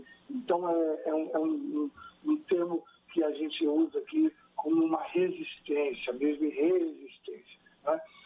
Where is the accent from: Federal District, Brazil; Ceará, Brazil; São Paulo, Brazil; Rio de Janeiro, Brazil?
Rio de Janeiro, Brazil; Barra Mansa; Sou de Barra Mansa e Barra de Piraí, né?